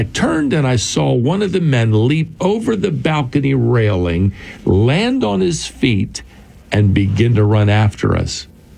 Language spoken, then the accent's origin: English; United States; which frankly, we can't imagine here in my home country of America.